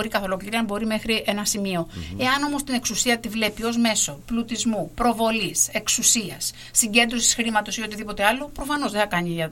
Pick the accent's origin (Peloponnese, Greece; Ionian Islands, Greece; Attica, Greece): Ionian Islands, Greece; Zakynthos